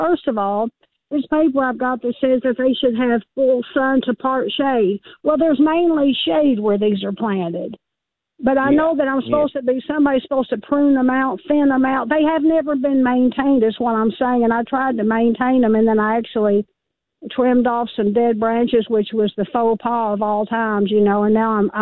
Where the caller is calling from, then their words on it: Mount Sterling, Kentucky, United States; I'm calling from Mount Sterling, Kentucky, with a question about replacing some arborvitae.